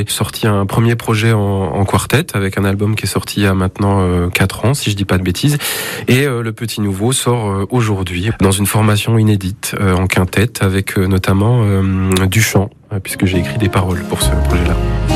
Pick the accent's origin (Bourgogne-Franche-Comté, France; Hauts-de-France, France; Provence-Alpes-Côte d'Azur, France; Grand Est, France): Bourgogne-Franche-Comté, France; Belfort; born there; Je suis né à Belfort et j'ai commencé la musique à Héricourt, pas très loin d'ici